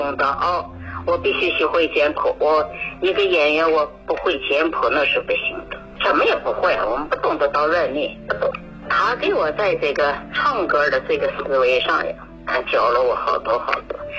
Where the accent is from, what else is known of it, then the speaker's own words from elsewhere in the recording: Shanxi, China; 他就想让咱们山西人来唱。